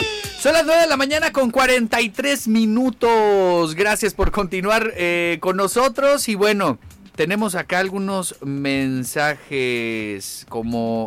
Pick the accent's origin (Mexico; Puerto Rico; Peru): Mexico; Oaxaca; no jefe, soy mexicano de Oaxaca